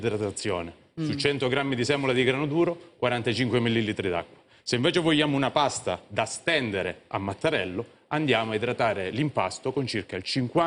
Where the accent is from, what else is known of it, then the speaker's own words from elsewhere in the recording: Calabria, Italy; appartiene alla mia terra, la Calabria.